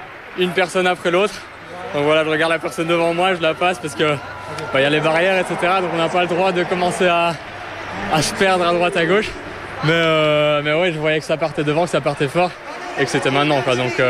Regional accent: Belgium; mes racines sont belges. Je le dois au Luxembourg parce que c'est eux qui m'ont accueilli. Mais effectivement, je m'entraîne en Belgique. J'habite en Belgique. Je suis belge aussi.

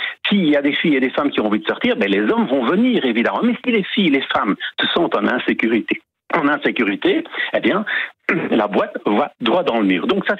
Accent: Brussels, Brussels-Capital Region, Belgium; je suis de la ville, je suis bruxellois de souche.

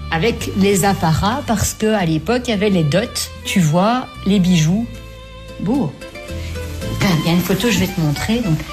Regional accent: Belgium; Moi, je suis belge maintenant et j'ai grandi ici, je suis née ici. Donc, je suis... Oui, il y a cette transmission italienne, j'aime bien être en Italie, j'ai tout. J'ai fait mes études ici, je travaille ici

